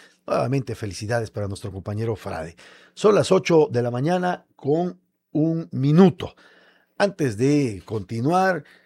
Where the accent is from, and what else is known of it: Mexico